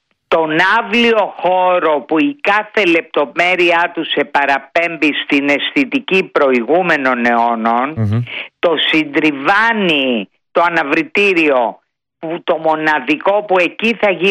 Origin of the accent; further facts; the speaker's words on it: Athens, Attica, Greece; εγώ μεγάλωσα και στο Ζάπιο.